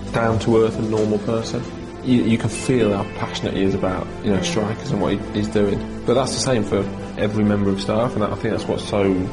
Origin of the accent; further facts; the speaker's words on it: Belgium; Being the English family, kind of growing up in Belgium, having to speak, yeah, two different or three different languages at home, and weirdly, the most difficult was the English culture.